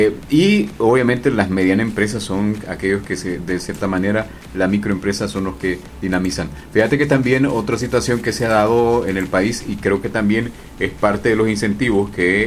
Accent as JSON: {"language": "Spanish", "country": "El Salvador", "said": "Yo, como salvadoreño que tiene, ¿qué, 24 años?"}